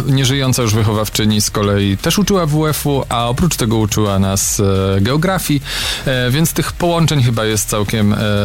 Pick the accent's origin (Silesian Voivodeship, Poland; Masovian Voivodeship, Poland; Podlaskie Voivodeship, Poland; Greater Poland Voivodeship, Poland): Greater Poland Voivodeship, Poland; Konin; born or raised there